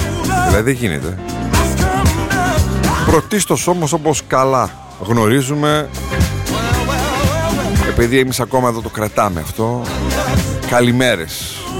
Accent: Greece; Άλλωστε Ελλάδα, είμαστε Έλληνες, είμαστε της τελευταίας στιγμής

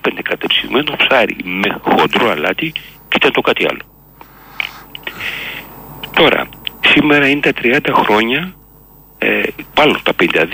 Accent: Kaisariani, Attica, Greece; born there; Εγώ γεννήθηκα στην Κεσαριανή, ο πατέρας Μικρά Ασία

